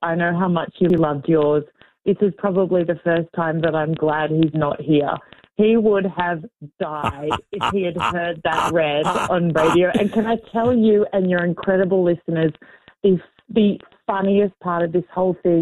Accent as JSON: {"language": "English", "country": "Australia", "said": "as an Aussie"}